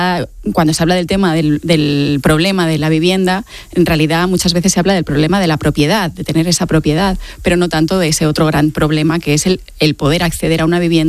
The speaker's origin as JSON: {"language": "Spanish", "region": "Balearic Islands", "country": "Spain", "moved": "as an adult", "lives_now": "Barcelona, Spain", "said": "Yo soy mallorquina, llegué a Barcelona para estudiar la carrera"}